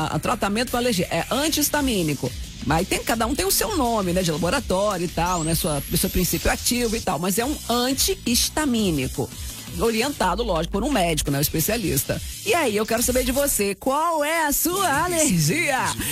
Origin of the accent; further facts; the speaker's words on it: Guarapari, Espírito Santo, Brazil; Eu sou de Guarapari, então a gente tem muito comércio, né, na praia, assim, é restaurante, é quiosque, é venda ambulante e tal.